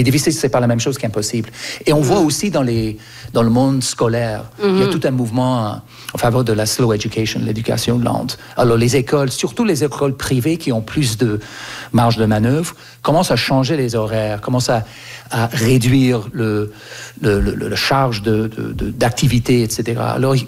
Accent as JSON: {"language": "French", "country": "Canada", "tie": "born or raised there", "said": "Moi, j'ai grandi au Canada et quand j'avais 4, 5, 6 ans, il y avait un bus, il y avait un agenda à l'école"}